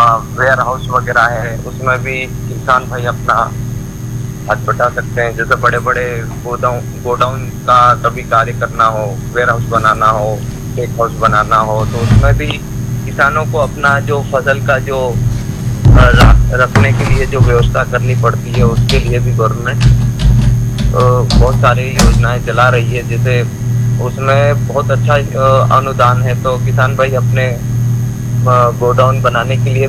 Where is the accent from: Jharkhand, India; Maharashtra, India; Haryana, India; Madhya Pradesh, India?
Madhya Pradesh, India; Jodhpur; मैं ग्राम जोधपुर तहसील Manawar district धारता MP का निवासी हूँ।